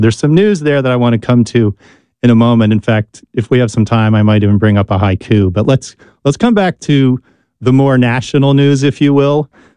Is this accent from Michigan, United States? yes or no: no; New Jersey, United States; And I grew up in New Jersey.